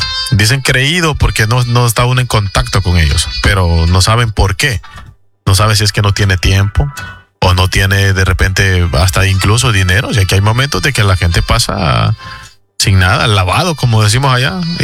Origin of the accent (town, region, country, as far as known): Olancho, Honduras; born or raised there